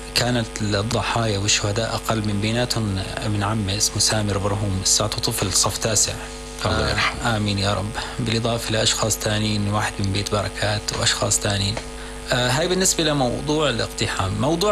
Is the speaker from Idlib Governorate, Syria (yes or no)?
yes; Idlib Governorate, Syria; فصار التحرير باتجاه مدينة جسر الشغور، نحن قريبين عليها.